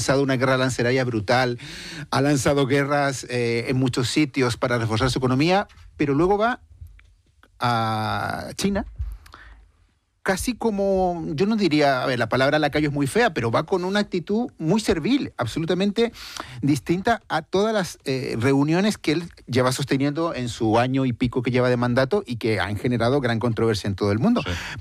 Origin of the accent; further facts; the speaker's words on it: Valparaíso, Chile; born there; solo decir que hay una ciudad que tiene más cuestas que Vigo y probablemente puede ser Valparaíso, la ciudad donde yo nací.